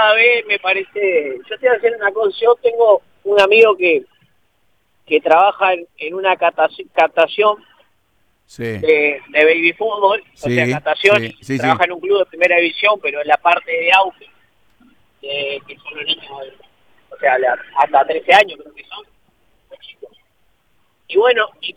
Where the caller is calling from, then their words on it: Tala, Canelones, Uruguay